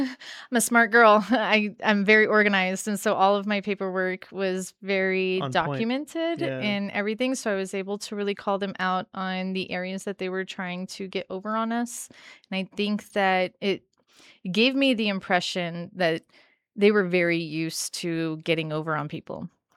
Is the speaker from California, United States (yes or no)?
no; Las Vegas, Nevada, United States; moved away; we're from Vegas.